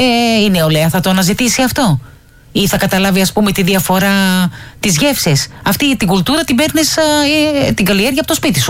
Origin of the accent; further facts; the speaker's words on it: Mytilene, North Aegean, Greece; Τώρα, εγώ είμαι και από τη Μυτιλήνη, όπως ξέρεις.